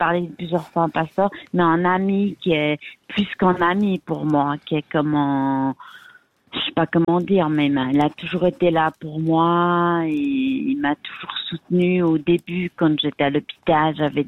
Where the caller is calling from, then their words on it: Geneva, Switzerland; moi je suis sur Genève